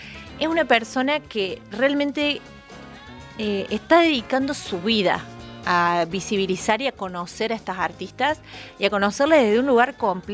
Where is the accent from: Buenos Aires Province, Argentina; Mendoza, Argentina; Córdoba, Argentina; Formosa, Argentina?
Córdoba, Argentina; Bell Ville; yo estudié artes visuales en Belleville, de donde soy, cuando era chica.